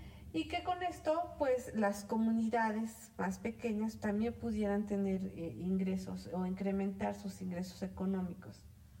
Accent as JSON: {"language": "Spanish", "town": "Huauchinango", "region": "Puebla", "country": "Mexico", "said": "en Huauchinango, que es de donde soy"}